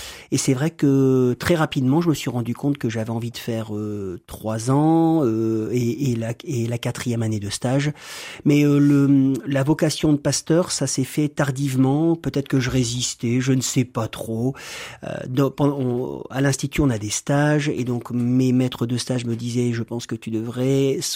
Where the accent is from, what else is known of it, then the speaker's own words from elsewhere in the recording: Roubaix, Hauts-de-France, France; born there; moved away as an adult; also born or lived in Gap; now in Villeneuve-d'Ascq, France; Je suis né à Roubaix.